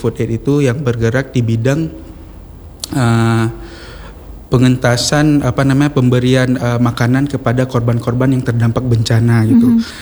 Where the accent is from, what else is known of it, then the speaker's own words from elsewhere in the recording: Aceh, Indonesia; Sebenarnya kita Aceh ini ya punya potensi yang besar di bidang pertanian.